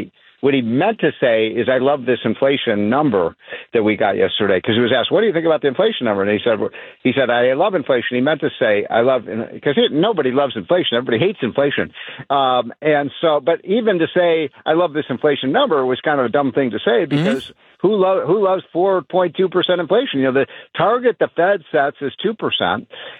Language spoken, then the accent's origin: English; Chicago, Illinois, United States; I go back to the 1970s growing up in Chicago